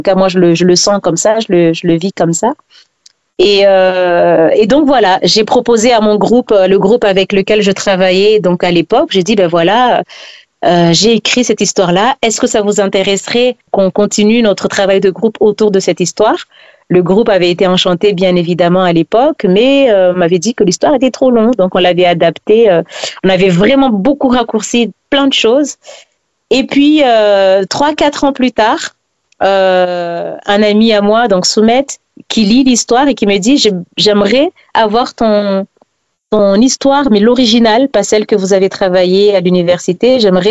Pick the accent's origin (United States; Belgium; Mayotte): Mayotte; Est-ce que quand on dit je suis mahoraise, est-ce que finalement j'ai poussé ici à Mayotte?